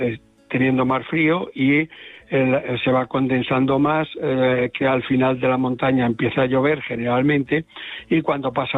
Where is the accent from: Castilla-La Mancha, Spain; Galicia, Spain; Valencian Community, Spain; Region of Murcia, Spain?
Galicia, Spain; Como buen gallego voy allí.